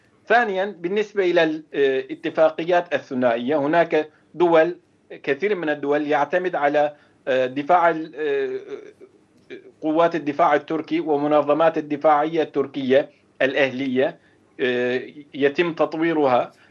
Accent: Turkey; فبالتالي نحن كشعب تركي

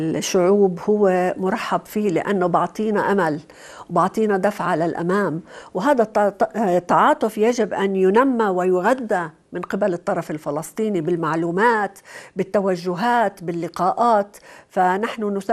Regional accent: Palestine; ولكن إحنا كفلسطينيين مش حنترك، إحنا متشبتين في أرضنا، باقين في أرضنا، جربنا التهجير سابقا ولن نجربه مرة أخرى.

